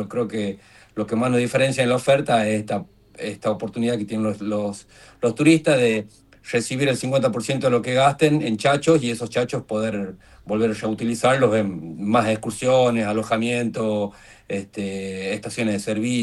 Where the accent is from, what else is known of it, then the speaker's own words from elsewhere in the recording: Argentina; como buenos argentinos, muy fanáticos